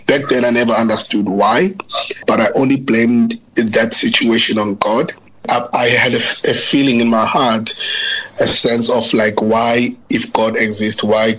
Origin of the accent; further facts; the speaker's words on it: Ilitha Park, Eastern Cape, South Africa; I grew up in a township in South Africa, in a township called Ilita Park. That's where I grew up. I was raised by both my parents, my mother and father.